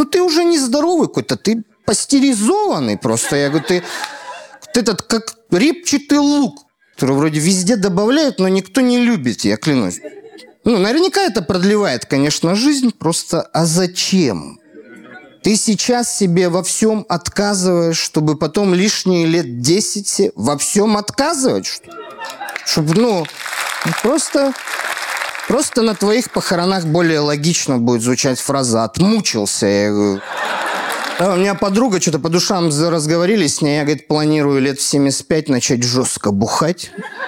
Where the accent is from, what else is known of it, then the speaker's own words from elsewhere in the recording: Chelyabinsk, Chelyabinsk Oblast, Russia; я из Челябинска